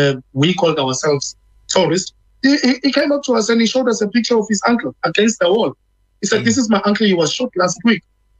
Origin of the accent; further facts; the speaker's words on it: KwaZulu-Natal, South Africa; I'm one activist from South Africa in KZN, and the truth is not to be quiet.